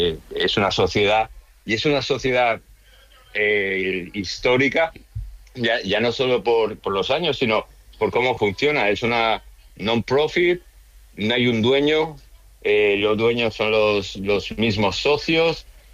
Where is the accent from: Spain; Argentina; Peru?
Spain; Valencian Community; Yo pensaba que iba a ser muy sencillo defender aquí la paella, como valenciano que soy.